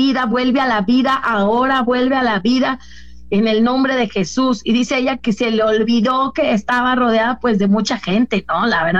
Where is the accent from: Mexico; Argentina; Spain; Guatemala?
Mexico; ya sabes cómo somos los latinos, ¿verdad? Los mexicanos